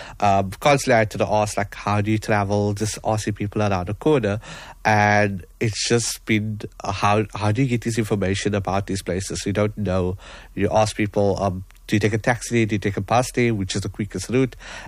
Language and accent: English; Cape Town, Western Cape, South Africa; I went to Beacon Hill High School, Beacon Hill, I was from Beacon Valley